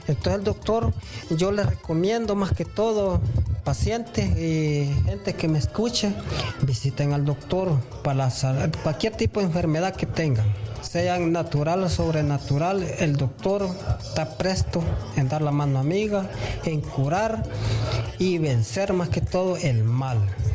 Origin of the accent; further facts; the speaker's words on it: Trojes, El Paraíso, Honduras; Vengo de Honduras, Troje, de Departamento del Paraíso.